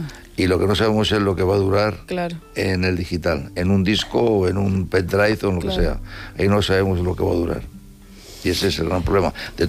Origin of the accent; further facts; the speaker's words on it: Madrid, Community of Madrid, Spain; Quizás, bueno, la verdad que yo soy de Madrid